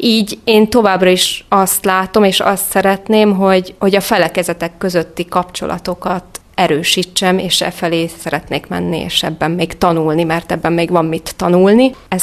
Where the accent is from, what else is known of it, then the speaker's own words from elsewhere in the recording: Debrecen, Hajdú-Bihar, Hungary; moved away as an adult; now in Szatmár, Hungary; Azért, mert én ugye Debrecenbe, egy civis városba, egy nagyvárosba nőttem fel.